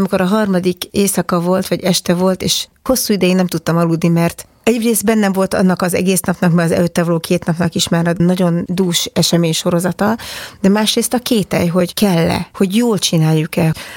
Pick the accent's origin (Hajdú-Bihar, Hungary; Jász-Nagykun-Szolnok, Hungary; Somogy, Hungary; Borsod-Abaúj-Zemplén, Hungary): Somogy, Hungary; Kaposvár; also born or lived in Pécs; hát én kaposvári vagyok, illetve Pécset születtem, Kaposváron jártam óvodába, meg kisiskolába, amíg el nem jöttem ugye Budapestre tanulni.